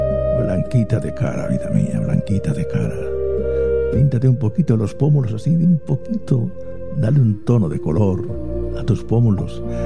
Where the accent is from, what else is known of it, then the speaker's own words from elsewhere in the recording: Cuba; y soy cubana.